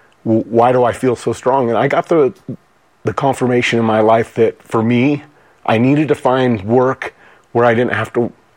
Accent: Utah, United States; born there; moved away; also born or lived in Northern California; I grew up in Utah and in Northern California

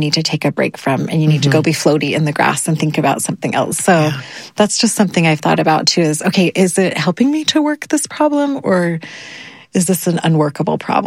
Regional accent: Utah, United States

